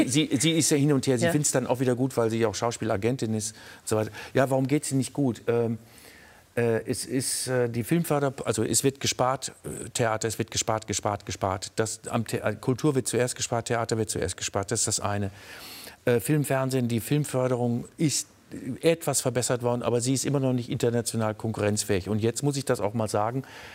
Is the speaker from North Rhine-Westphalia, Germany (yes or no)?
yes; North Rhine-Westphalia, Germany; ich komme aus dem Ruhrgebiet und ich habe in der Zeit damals die Umrisse der Sonne nicht gesehen und auch keine Sternenhimmel, kannte ich nicht.